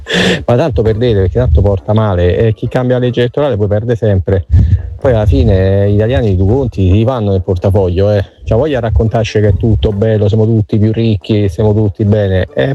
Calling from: Rome, Lazio, Italy

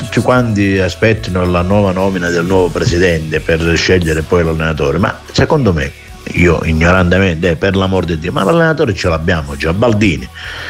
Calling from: Scalea, Calabria, Italy; da Scalea

